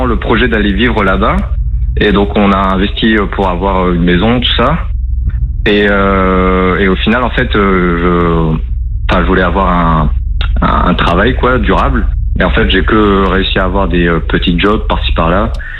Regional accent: France; Alors non, c'est juste mon prénom qui est d'origine italienne, sinon moi je suis français, ouais.

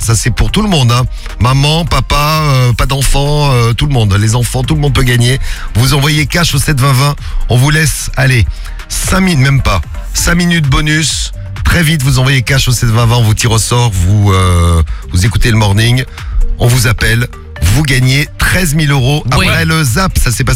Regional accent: Saint-Étienne, Auvergne-Rhône-Alpes, France; je suis stéphanois

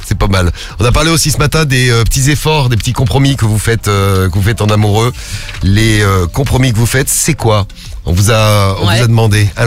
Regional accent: Firminy, Auvergne-Rhône-Alpes, France; Je suis de Firminy.

